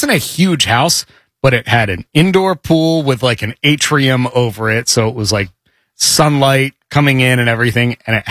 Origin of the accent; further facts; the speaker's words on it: New Jersey, United States; where I grew up in South Jersey, right over the bridge from Philadelphia.